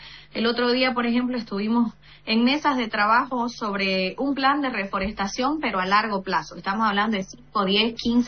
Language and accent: Spanish; Pando, Bolivia